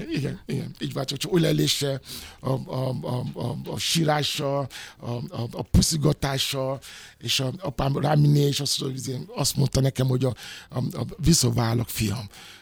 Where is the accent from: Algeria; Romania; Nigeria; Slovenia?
Nigeria; Hungarian is a second language; now in Hungary; Yoruba, ugye? Yoruba, igen. Amikor otthon voltam